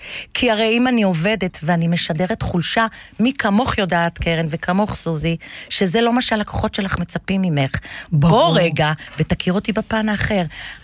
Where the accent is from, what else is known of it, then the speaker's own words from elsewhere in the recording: Tiberias, North, Israel; born there; also born or lived in London; נולדתי בטבריה.